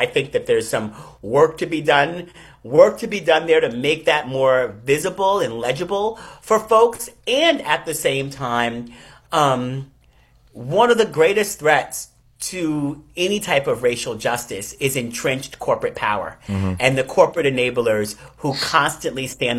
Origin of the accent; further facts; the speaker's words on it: New York, United States; And I watch this very clearly as a New Yorker, watching what was happening here in during this election cycle